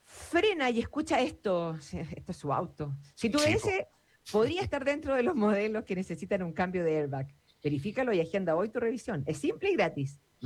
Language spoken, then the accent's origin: Spanish; Chile; nosotros somos chilenos